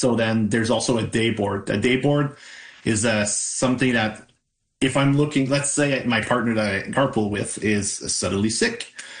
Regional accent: Embrun, Ontario, Canada; Like you said, I'm from Embrun. It's a 30-minute drive on a good day.

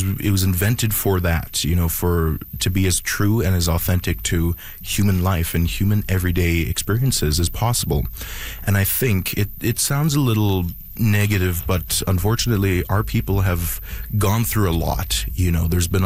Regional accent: Sucker Creek, Alberta, Canada

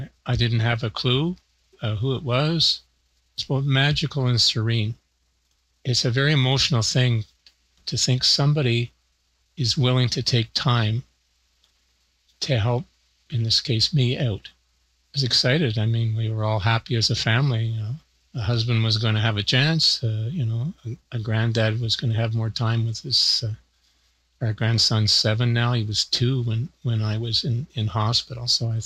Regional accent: North Bay, Ontario, Canada; I am from North Bay, Ontario, Canada.

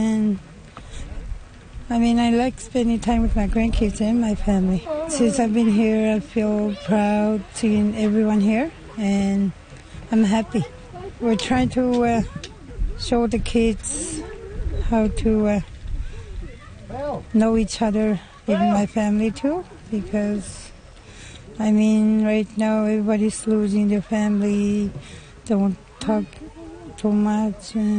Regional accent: Sicily, Italy; I'm from Sicily.

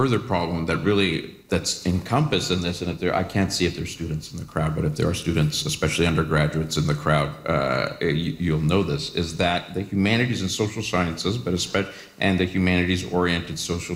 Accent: Canada; now in United States; Well, it's even more complicated than that, because I'm a Canad

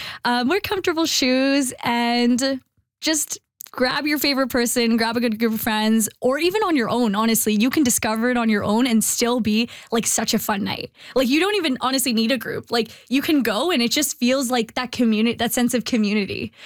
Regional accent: Winnipeg, Manitoba, Canada; But finding First Fridays was something that made even just the weekends here in my hometown like more enjoyable.

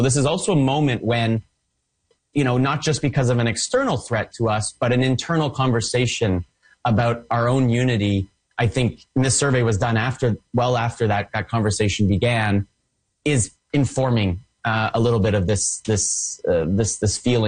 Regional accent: Canada

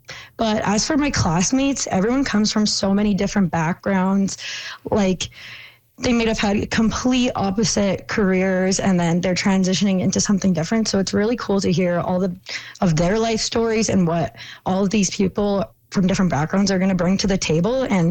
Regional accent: Fort Frances, Ontario, Canada; moved away; I'm from Fort Frances, so I definitely want to work where I'm from

